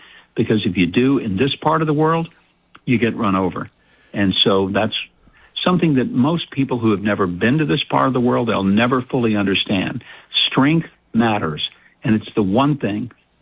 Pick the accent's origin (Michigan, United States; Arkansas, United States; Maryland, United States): Arkansas, United States; moved away as an adult; now in Israel; growing up in Arkansas